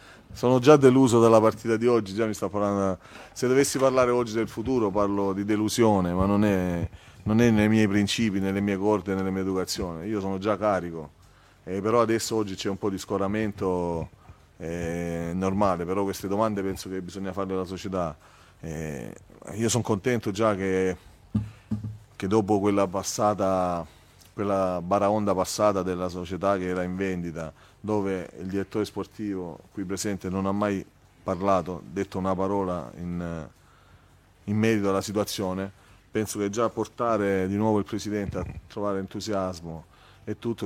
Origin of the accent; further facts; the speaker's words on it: Lecce, Apulia, Italy; Io sono di Lecce